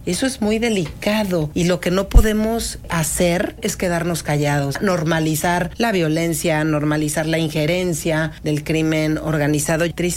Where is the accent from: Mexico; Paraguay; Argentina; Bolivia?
Mexico